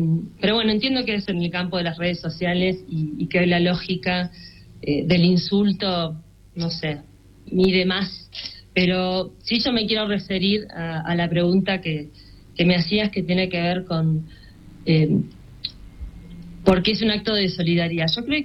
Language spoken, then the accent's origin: Spanish; Argentina; Y también Rodrigo Paz tiene el apoyo del presidente Javier Milei, que es presidente en mi país, que hace 3 años que está gobernando mi país